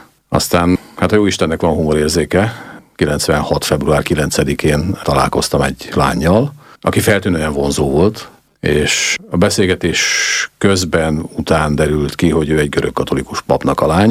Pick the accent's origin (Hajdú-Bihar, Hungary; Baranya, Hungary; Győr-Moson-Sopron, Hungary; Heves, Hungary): Hajdú-Bihar, Hungary; Hajdúvid; moved away as an adult; also born or lived in Budapest; tehát én egy hajdubihari kisfaluban éltem, mellette lévő városban, Hajdúböszörményben születtem, és egy olyan falu, amiről beszélünk, Hajdúvid, ahol nem volt és a mai napig nincs is templom, ez egy szocialista falu